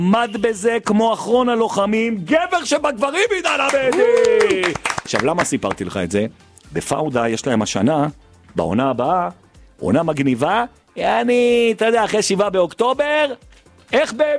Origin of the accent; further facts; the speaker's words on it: Jerusalem, Jerusalem District, Israel; כי אני ירושלמי